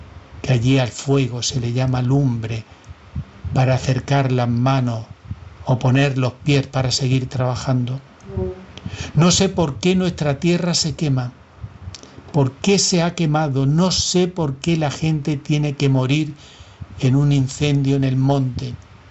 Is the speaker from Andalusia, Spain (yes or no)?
yes; Fonelas, Andalusia, Spain; moved away as an adult; Soy de ese lugar amplísimo, un valle hermosísimo, la Hoya de Guadix, con pueblos como el mío, Fonelas, enclavado entre la vega, la de vida azul y verde, y los espectaculares paisajes de montes, de vegetación de matorral